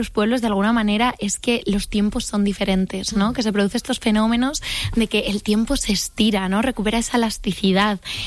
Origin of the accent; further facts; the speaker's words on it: Madrid, Community of Madrid, Spain; No soy de La Rioja, pero como todos los madrileños que no tenemos pueblo, adoptamos uno o lo compramos.